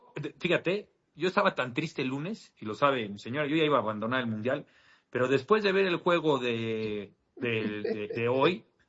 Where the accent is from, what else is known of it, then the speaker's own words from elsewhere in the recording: Mexico; Fíjense cómo somos nosotros los mexicanos.